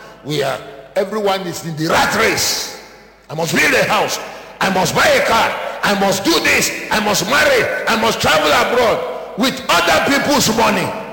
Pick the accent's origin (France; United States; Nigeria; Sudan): Nigeria; in our own clan as a Nigerian